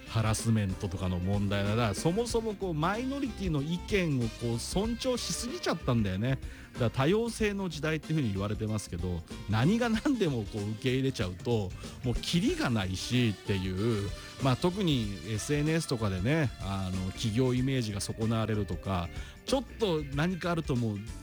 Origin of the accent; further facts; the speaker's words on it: Sano, Tochigi, Japan; moved away; 先週ね、電車で実家に帰った時にそのふるさとの佐野駅に降りた瞬間、